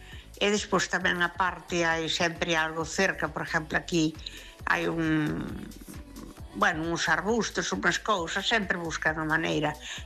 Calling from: Ferrol, Galicia, Spain; de Ferrol.

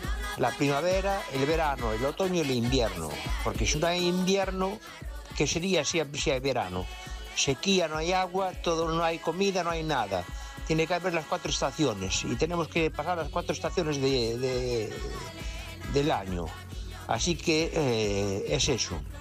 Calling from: Redes, Galicia, Spain; de Redes.

